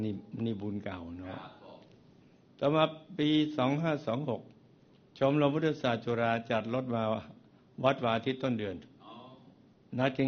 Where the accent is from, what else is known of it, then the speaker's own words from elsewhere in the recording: Bangkok, Thailand; also born or lived in Betong; ผมเกิดที่เบตงจังหวัดยะลานี่มาต่อที่กรุงเทพผมเป็นพี่น้อง5คนหญิง3ชาย2ครับ